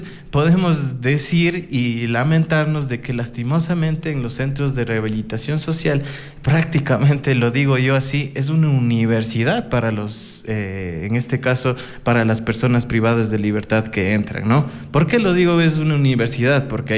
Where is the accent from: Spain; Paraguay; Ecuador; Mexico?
Ecuador; Cajabamba, Chimborazo; De Colta, correcto, de Cajabamba. Yo soy oriundo de Cajabamba.